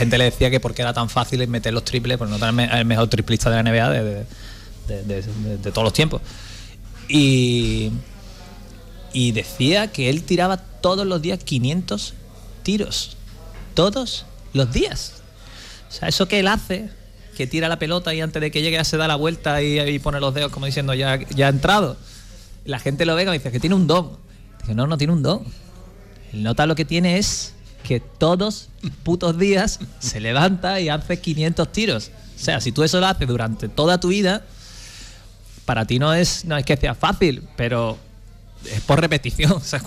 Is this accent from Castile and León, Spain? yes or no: no; Cádiz, Andalusia, Spain; y le dije que soy de Cádiz.